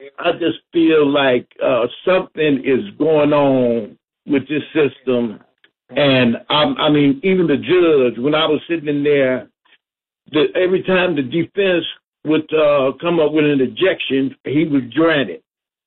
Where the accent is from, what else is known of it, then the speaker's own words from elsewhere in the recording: Cleveland, Ohio, United States; now in Painesville, United States; I'm from Cleveland.